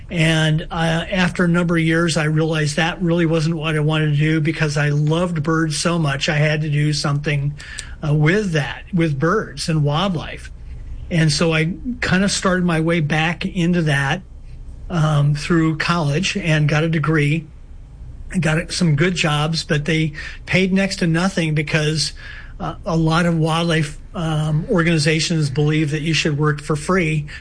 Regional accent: St. Louis County, Missouri, United States; I came from St. Louis, Missouri originally, and grew up in the country. St. Louis County used to be actually all farms and fields and pastures and woods when I grew up.

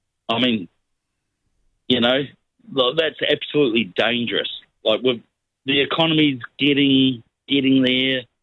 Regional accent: New Zealand; moved away; being a Kiwi overseas, I could just do it digitally

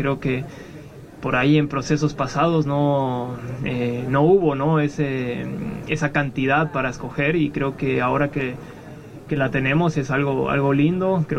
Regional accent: Mexico; somos mexicanos, somos familia

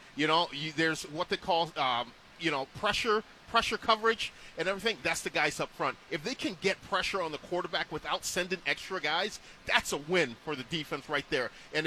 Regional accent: Buffalo, New York, United States; You know, Buffalo's a hard-nosed blue-collar city. You know, not just because I'm from Buffalo.

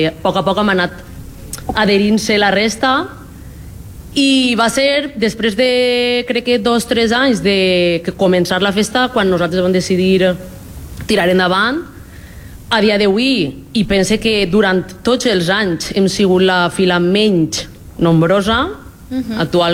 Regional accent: Montitxelvo, Valencian Community, Spain

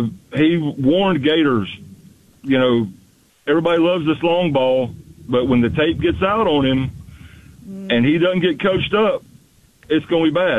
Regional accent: Florida, United States; now in Chelsea, United States; I'm from Florida, but I live in Chelsea.

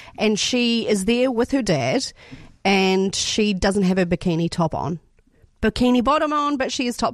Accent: Nelson, New Zealand; I grew up in Nelson, but we went to like

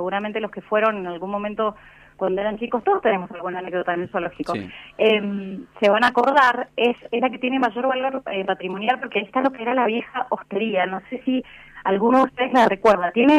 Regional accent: Mendoza, Argentina; siendo mendocinos y niños o adolescentes

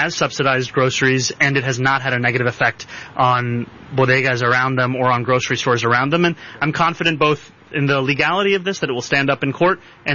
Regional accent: New York City, New York, United States; Some of my favorite memories as a kid growing up in New York City are going to the qualifiers for free before the Open began.

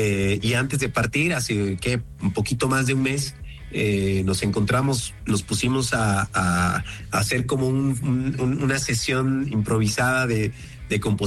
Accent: Bolivia; moved away as an adult; now in Mexico; ahorita desde Bolivia, desde mi tierra natal.

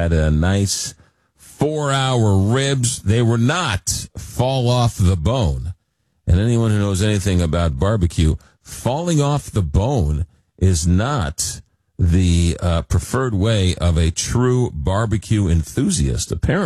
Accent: East Coast, United States; now in St. Louis, United States; I didn't know what barbecue was growing up on the East Coast. I had to come to St. Louis in the Midwest to learn what good barbecue was all about.

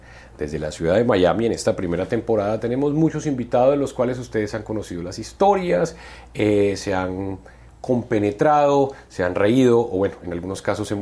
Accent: Colombia; moved away; a nosotros como colombianos y obviamente como latinoamericanos

